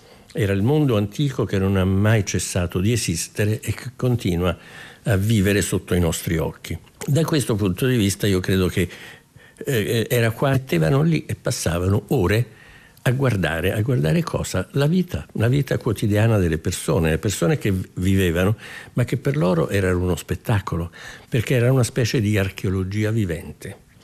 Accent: Naples, Campania, Italy; sono un napoletano assolutamente autentico, verace come si dice di solito, tant'è vero che sono nato alla Sanità.

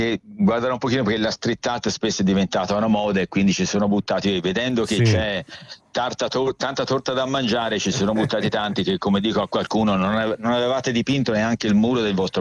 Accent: Montecatini Terme, Tuscany, Italy; born there; io sono di parte perché sono nato a Catini Terme, ma è la città termale più bella del mondo

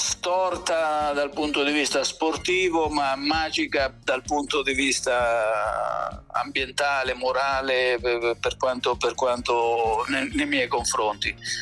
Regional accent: Foligno, Umbria, Italy; sono stato 2 anni a giocare dalle mie parti qui a Foligno in C2, però io avevo 33 anni

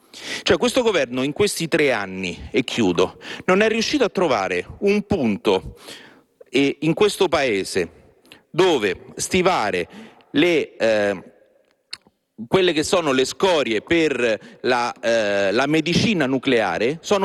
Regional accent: Rome, Lazio, Italy; Io sono romano

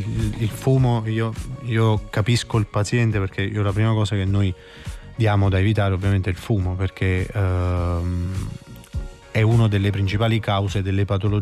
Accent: Benevento, Campania, Italy; now in Naples, Italy; Io sono beneventano.

